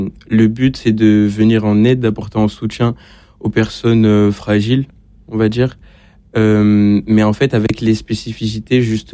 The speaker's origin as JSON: {"language": "French", "town": "Montpellier", "region": "Occitanie", "country": "France", "said": "parce que j'étais dans une nouvelle ville, parce que de base, je viens de Montpellier."}